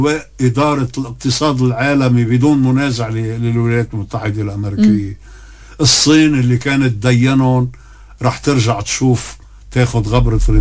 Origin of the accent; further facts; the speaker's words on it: Lebanon; نحن كل لبناني مؤمن بلبنان، بده يتخلى عن ولائه لدولة أخرى.